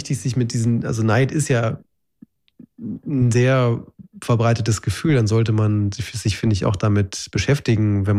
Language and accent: German; Bavaria, Germany; now in Brandenburg, Germany; Ich bin ja im Allgäu aufgewachsen und lebe jetzt in Brandenburg.